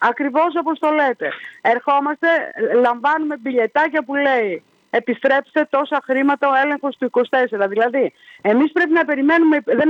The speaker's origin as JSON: {"language": "Greek", "region": "Western Macedonia", "country": "Greece", "said": "Ως Έλληνες αγρότες και ως Δυτική Μακεδονία"}